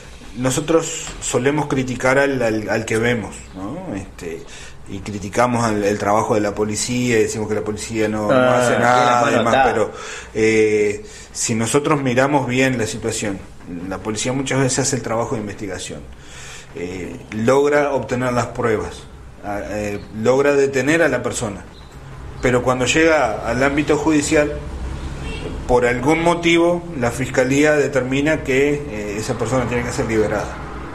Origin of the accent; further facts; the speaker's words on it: Salto, Uruguay; No, yo soy salteño.